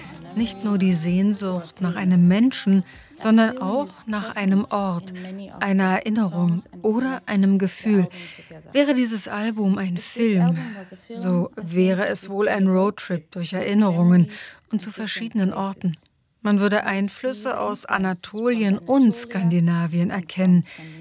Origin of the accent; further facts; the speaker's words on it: Denmark; ich bin in Dänemark aufgewachsen.